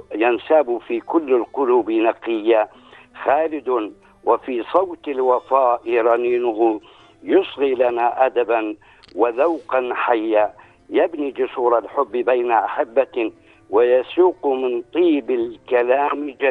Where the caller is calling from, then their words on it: Jordan; يبقى حنيننا إلى الأوطان زي ما تفضل الأستاذ معتصم وقال، يعني الوطن الكبير الأردن